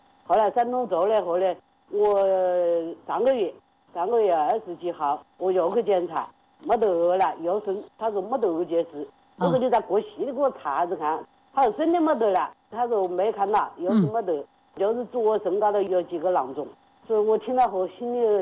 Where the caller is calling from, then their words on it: Wuhan, Hubei, China; 我武汉的。